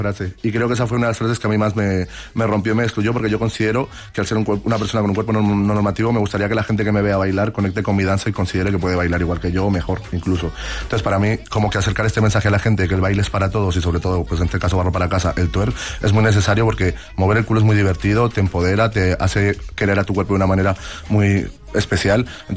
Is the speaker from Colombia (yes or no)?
yes; Colombia; Sí, soy colombiano.